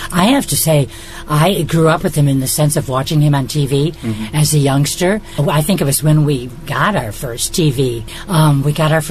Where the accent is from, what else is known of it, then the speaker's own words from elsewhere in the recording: Illinois, United States; I'm from Illinois myself, not far away.